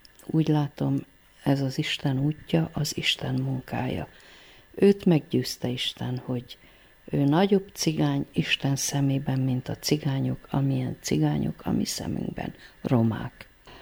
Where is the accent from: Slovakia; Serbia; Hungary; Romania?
Romania; Székely Land; Egy olyan székelyföldi faluban nőttem föl, ahol egy tömbben élnek cigányok is. Cigány osztálytársaim is voltak.